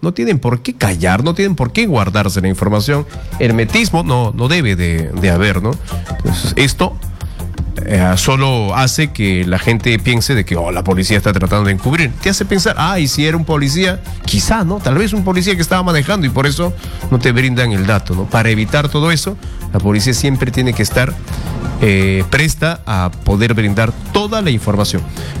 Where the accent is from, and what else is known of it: Peru